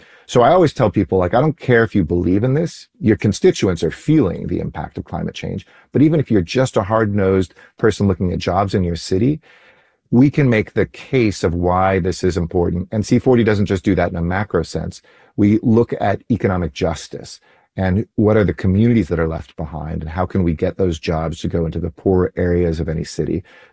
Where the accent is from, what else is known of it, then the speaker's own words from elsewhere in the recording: Los Angeles, California, United States; moved away as an adult; now in New Delhi, India; living in New Delhi for the last two and a half years, and it's the worst air in the world. I mean, growing up in Los Angeles in the 70s, 80s